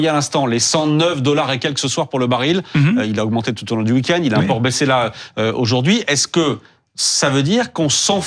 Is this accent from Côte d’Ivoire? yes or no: no; France; chez nous en France.